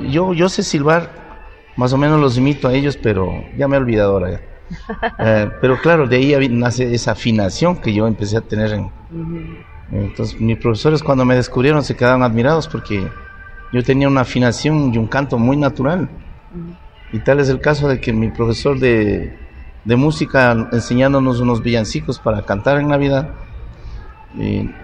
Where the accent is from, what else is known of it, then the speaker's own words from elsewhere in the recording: Ecuador; solo de mi pueblo a Ibarra eran como 3 horas, de Ibarra a Quito eran como 12 horas, de Quito a Guayaquil eran como un día y una noche